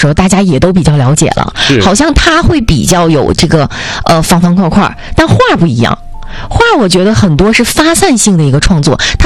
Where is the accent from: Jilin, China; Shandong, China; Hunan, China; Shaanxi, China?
Jilin, China; 尤其我们的家乡，我们的吉林